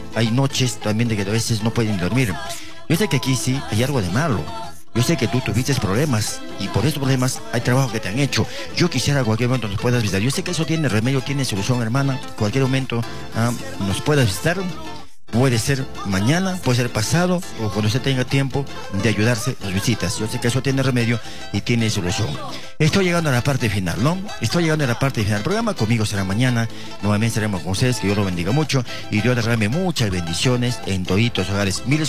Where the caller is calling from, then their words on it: Santo Domingo, Dominican Republic; Soy acá de Santo Domingo, Santo Domingo, Santo Domingo.